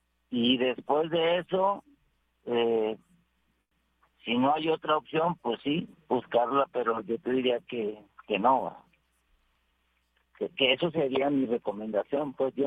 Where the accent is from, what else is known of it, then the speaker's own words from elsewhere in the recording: Monterrey, Nuevo León, Mexico; yo soy de Monterrey y en Monterrey no puedes